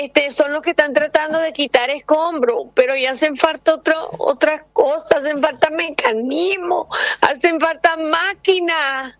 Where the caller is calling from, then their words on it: Venezuela; Nosotros sobrevivimos porque nosotros somos venezolanos y tenemos fe.